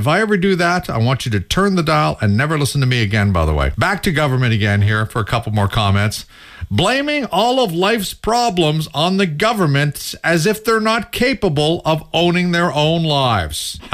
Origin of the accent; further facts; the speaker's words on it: Canada; know, as Canadians, there's always concerns. Concerns when it comes to being Canadian. Concerns for the culture, concerns for the language, and concerns for the slangs that we use that are distinctly Canadian.